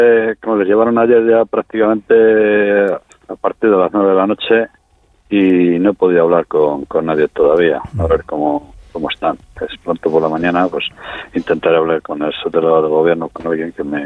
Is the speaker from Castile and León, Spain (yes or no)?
yes; Venta de Baños, Castile and León, Spain; born there